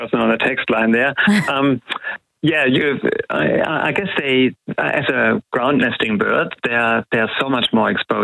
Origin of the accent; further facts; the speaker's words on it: Australia; So as an Australian, even if you watch a Hollywood movie, you'll sit up and think, oh, I know what that bird is.